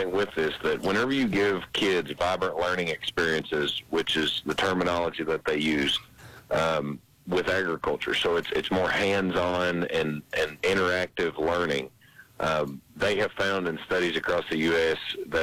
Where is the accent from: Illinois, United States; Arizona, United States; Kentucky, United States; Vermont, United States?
Kentucky, United States; I'm from Central Kentucky